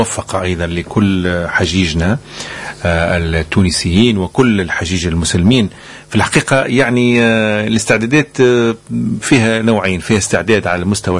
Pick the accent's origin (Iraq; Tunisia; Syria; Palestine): Tunisia; إحنا عندنا في تونس